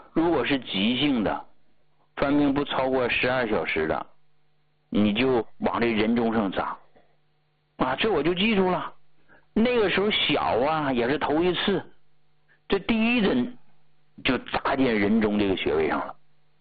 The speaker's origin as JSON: {"language": "Chinese", "region": "Heilongjiang", "country": "China", "moved": "yes", "said": "中国最冷的地方在黑龙江啊，对吧？我就是黑龙江出来的。"}